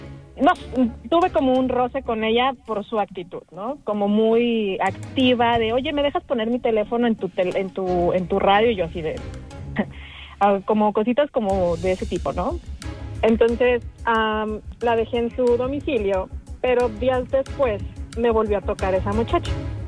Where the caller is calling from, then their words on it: Puerto Vallarta, Jalisco, Mexico; aquí en Puerto Vallarta ya ven que no es tan grande que digamos